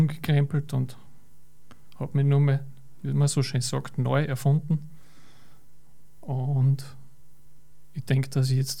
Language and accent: German; Stadl-Paura, Upper Austria, Austria; ich komme aus Stadlbaura und habe die Evelyn letztes Jahr kennengelernt.